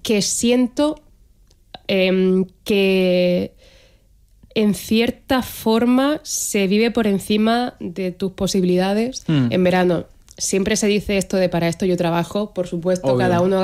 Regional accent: Cartagena, Region of Murcia, Spain; Como soy de Cartagena, para mí el verano ha sido siempre todo el año, excepto dos meses.

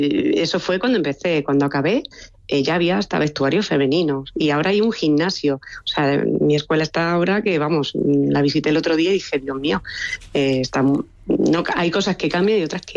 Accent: Málaga, Andalusia, Spain; moved away as an adult; also born or lived in Granada; now in Madrid, Spain; yo soy andaluza, soy granaína, pero criada en Málaga y estudio en Madrid.

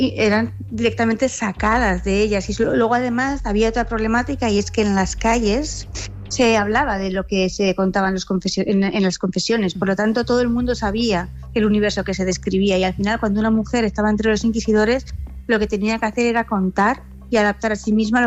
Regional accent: Basque Country, Spain; como yo soy vasca también, ¿no? Y como vasca, pues creciendo en estos bosques y en este mar tan bravo que tenemos

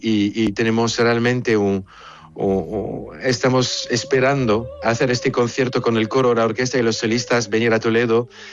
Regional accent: France; Spanish is a second language; Yo soy francés, pero mi madre estaba española

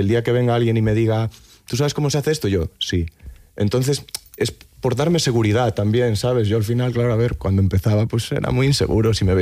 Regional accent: Galicia, Spain; el próximo concierto que tengo es en Tui, que además me hace mucha ilusión, en Galicia, en mi tierra

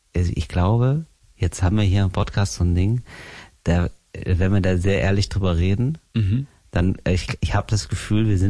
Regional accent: Germany; Aber das macht man nicht so gerne als Deutscher.

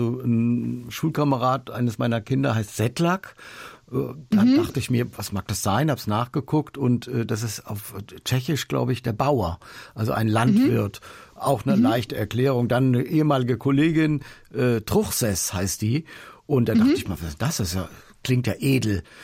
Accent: Saarland, Germany; Nee, wir kommen aus dem Saarland.

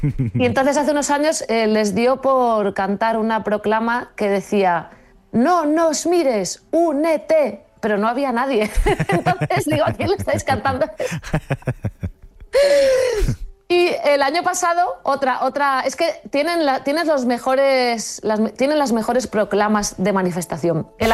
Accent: Asturias, Spain; born there; no hay chicas de mi quinta en mi pueblo

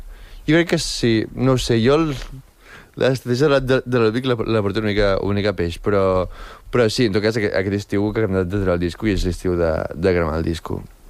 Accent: Espolla, Catalonia, Spain; Jo soc d'Espolla, sí.

